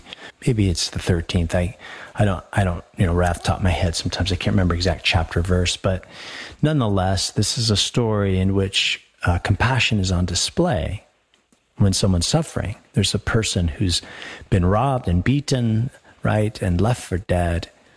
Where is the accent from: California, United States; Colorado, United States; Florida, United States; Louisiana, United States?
Colorado, United States; We grew up in Colorado